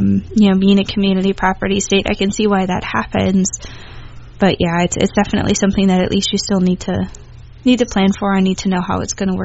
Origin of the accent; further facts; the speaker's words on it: Appleton, Wisconsin, United States; I am from Appleton. I went to St. Norbert for undergrad and Marquette for law school. Immediately after graduating, I kind of came back to Appleton.